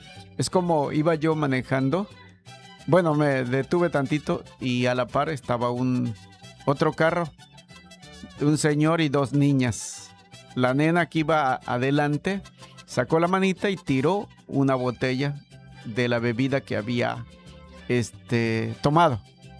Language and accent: Spanish; Mexico; Y aquí y allá seguimos siendo muy mexicanos